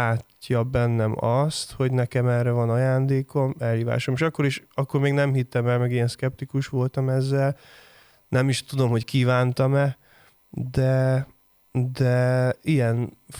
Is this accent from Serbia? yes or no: no; Transylvania, Romania; moved away as an adult; now in Budapest, Hungary; ahogy az Erdélyi Baptista közösségben is, ahogy felnőttem, meg aztán később, hogy Budapestre kerültem